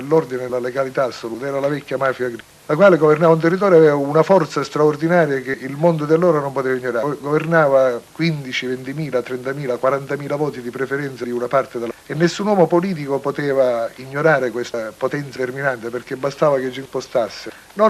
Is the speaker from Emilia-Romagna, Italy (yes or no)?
no; Sicily, Italy